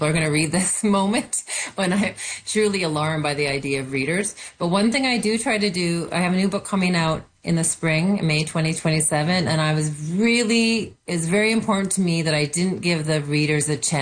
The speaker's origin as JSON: {"language": "English", "country": "Canada", "said": "When we're from Canada"}